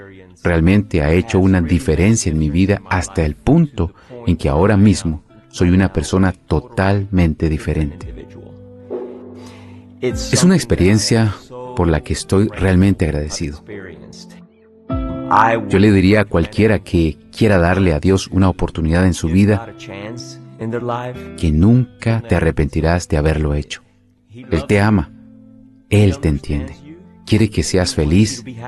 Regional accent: San Juan, Puerto Rico; moved away as an adult; also born or lived in Texas; now in United States; Nací en una pequeña familia cristiana y crecí en San Juan, Puerto Rico, en Puerto Rico.

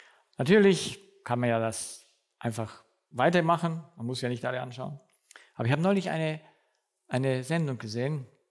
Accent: Romania; moved away as an adult; now in Germany; ich war, also in Rumänien, bis ich 19 Jahre alt war, bis wir nach Deutschland gekommen sind, damals in die Bundesrepublik

